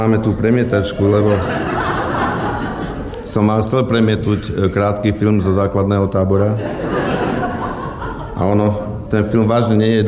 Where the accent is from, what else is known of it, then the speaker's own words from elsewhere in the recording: Banská Bystrica, Banská Bystrica Region, Slovakia; som z Banskej Bystrice.